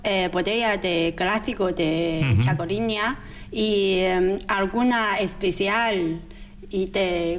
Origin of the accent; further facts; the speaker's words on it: China; Spanish is a second language; Nosotros chinos, apellido solo uno.